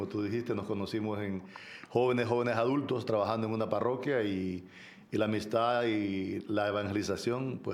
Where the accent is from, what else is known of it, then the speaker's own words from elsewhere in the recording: El Salvador; now in United States; soy de Salvador. Vivo en Estados Unidos desde el año 90